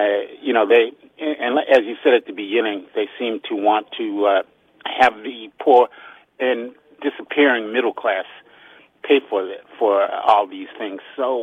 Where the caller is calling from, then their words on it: Upper Marlboro, Maryland, United States; from Upper Marlboro, Maryland.